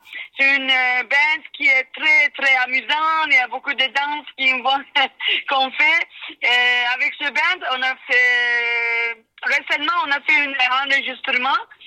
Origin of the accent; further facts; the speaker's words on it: Istanbul, Turkey; born there; French is a second language; Mes parents sont yougoslaves, mais moi, je suis née à Istanbul.